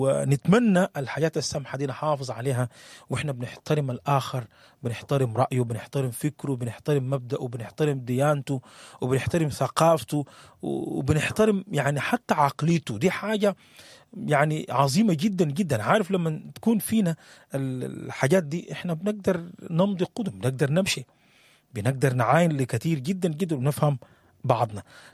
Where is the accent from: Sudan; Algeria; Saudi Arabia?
Sudan